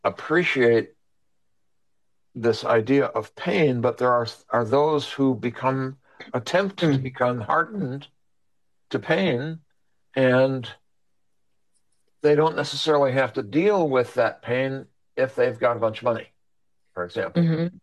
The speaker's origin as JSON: {"language": "English", "town": "Minneapolis", "region": "Minnesota", "country": "United States", "said": "Yeah, I'm from Minneapolis"}